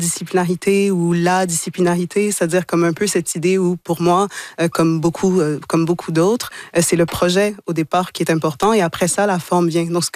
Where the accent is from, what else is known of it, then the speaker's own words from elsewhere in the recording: Port-au-Prince, Haiti; born there; Moi, je suis née à Port-au-Prince. J'ai grandi ici.